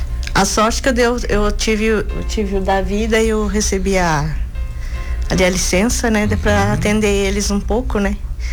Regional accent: Urupema, Santa Catarina, Brazil; Sim, somos de Urupema.

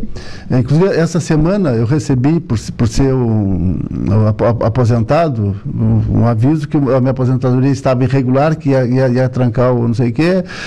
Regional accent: Araranguá, Santa Catarina, Brazil; Eu sou de Araranguá, 48.

